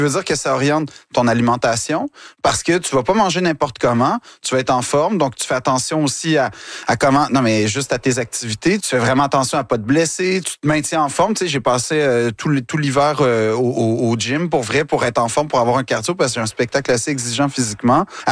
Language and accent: French; Quebec, Canada